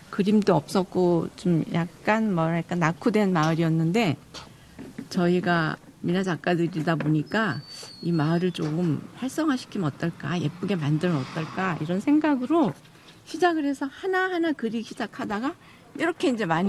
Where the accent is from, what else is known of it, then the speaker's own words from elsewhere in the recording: Jecheon, North Chungcheong, South Korea; 저희는 원래 여기 제천이 고향이에요.